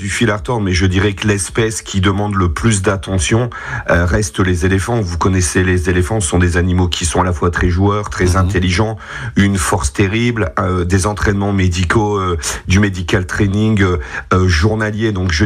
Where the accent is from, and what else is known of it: Maubeuge, Hauts-de-France, France; born or raised there